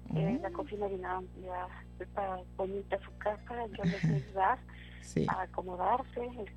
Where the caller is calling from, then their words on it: Reynosa, Tamaulipas, Mexico; de Reynosa, Tamaulipas.